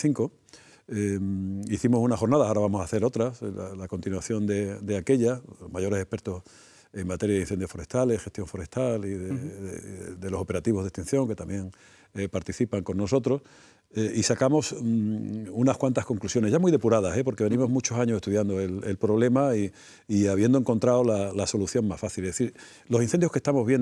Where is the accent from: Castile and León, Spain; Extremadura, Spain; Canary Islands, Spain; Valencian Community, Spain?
Extremadura, Spain; Que tienen en mi tierra, por ejemplo, en las Urdes, en Sierra de Gata